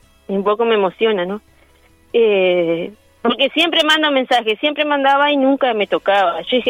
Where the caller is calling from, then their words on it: Colonia Gartenthal, Río Negro, Uruguay; Sí, yo en San Javier no vivo mismo. Yo vivo en Colonia Gartenthal. Es una colonia alemana.